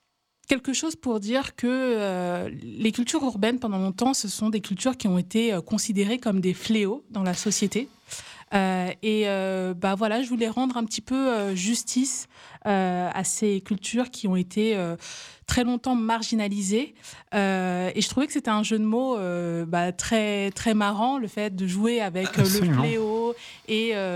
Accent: Cape Verde; C'est ça, je suis originaire du Cap-Vert.

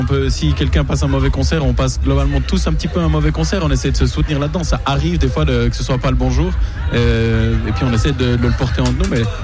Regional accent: La Chaux-de-Fonds, Neuchâtel, Switzerland; En fait, on est tous de la Chaux-de-Fonds. C'est vrai, on habite tous à la Chaux-de-Fonds. Et puis, on est des vieux amis, en fait, quoi. C'est en Suisse.

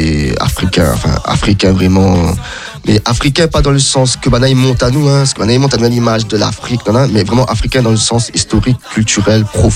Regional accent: Réunion; en tant que créole, en tant que réunionnais.

